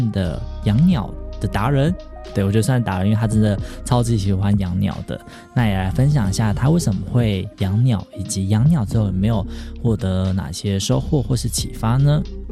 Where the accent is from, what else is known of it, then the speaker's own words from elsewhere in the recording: Pingtung County, Taiwan; 因为我老家是在屏东嘛，那我阿公以前在养猪的时候，他还有养了一只鸟